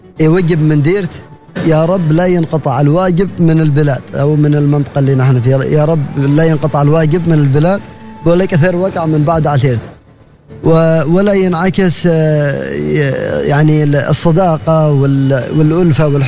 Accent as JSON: {"language": "Arabic", "region": "Dhofar", "country": "Oman", "accent": "Dhofari", "said": "فكوني مثلا شاعر في ظفار اعتز باللسان الظفاري العربي"}